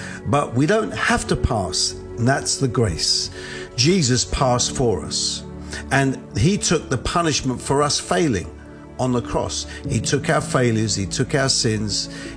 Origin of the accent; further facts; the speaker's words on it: United Kingdom; moved away as an adult; now in United States; I'm a British evangelist who's living in the United States for some 8 years.